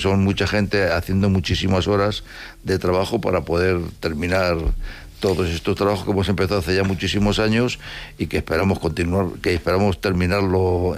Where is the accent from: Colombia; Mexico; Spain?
Spain; Madrid, Community of Madrid; la verdad que yo soy de Madrid